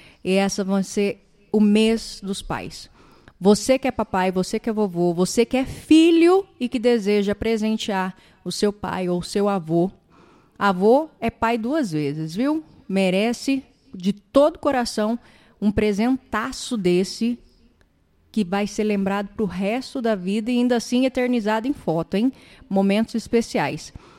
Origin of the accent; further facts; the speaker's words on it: Paraná, Brazil; moved away; Ó, sulista igual eu, hein? É. Tá um pouquinho mais para baixo, eu sou do Paraná, mas tenho um amor muito grande pela região sul do Brasil.